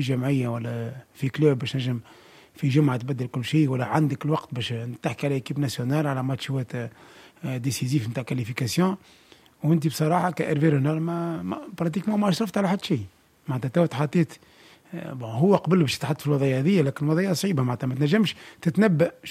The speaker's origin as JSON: {"language": "Arabic", "country": "Tunisia", "said": "احنا كمنتخب تونسي"}